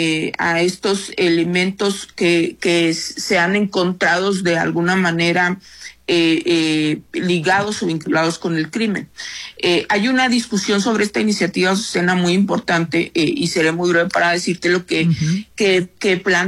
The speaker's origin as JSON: {"language": "Spanish", "region": "Chihuahua", "country": "Mexico", "tie": "born or raised there", "said": "Por lo que justo lo que vemos en el tema de Chihuahua, de donde yo soy oriunda además"}